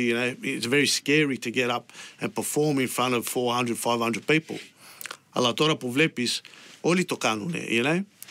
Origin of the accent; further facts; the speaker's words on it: Melbourne, Victoria, Australia; ο πατέρας μου είναι από τη Κεφαλονιά και εγώ είμαι από το Brunswick.